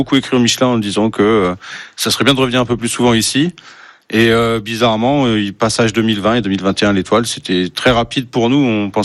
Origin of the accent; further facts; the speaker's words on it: Centre-Val de Loire, France; moved away as an adult; also born or lived in Beaugency / Val d'Isère / Paris / Strasbourg; now in Berry, France; Alors je suis né à Beaugency, j'ai grandi à Jaune et ensuite parcours professionnel sur Beaugency, Val d'Isère, Paris, voilà. Strasbourg en grosse partie et ensuite retour aux sources dans le Berry.